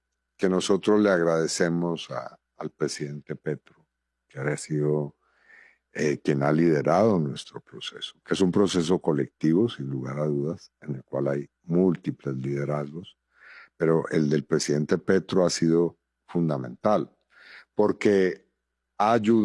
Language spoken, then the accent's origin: Spanish; Colombia